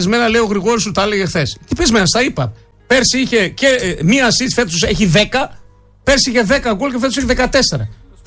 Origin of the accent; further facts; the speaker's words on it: Greece; Γιατί εμείς σαν Έλληνες να πληρώνουμε 10 εκαμίτες